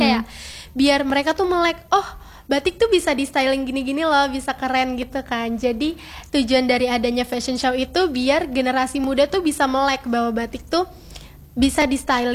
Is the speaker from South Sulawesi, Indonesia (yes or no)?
no; Pamulang, Banten, Indonesia; Motif anggrek itu kan dari Tangerang Selatan yang terinspirasi dari Pamulang, kebetulan daerah aku sendiri.